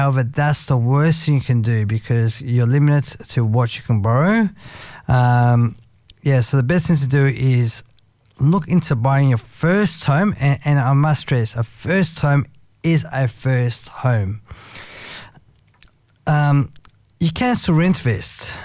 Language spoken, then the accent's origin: English; New South Wales, Australia; I actually like it there now because I'm originally from the North Shore.